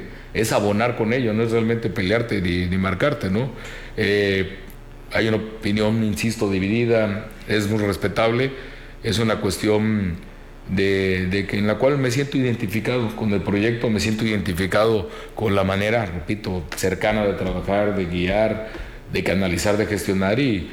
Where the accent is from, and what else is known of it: Mexico